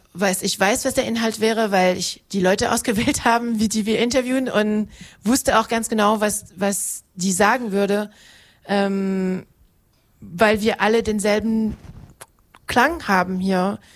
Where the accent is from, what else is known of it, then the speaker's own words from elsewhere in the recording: West Germany, Germany; now in Halberstadt, Germany; Ich bin halt Deutsche, meine Familie kommt aus dem Westen. Die haben auch geguckt, als ich gesagt habe, so, ich habe einen Job gefunden in Halberstadt, in Sachsen-Anhalt, und ich gehe dahin.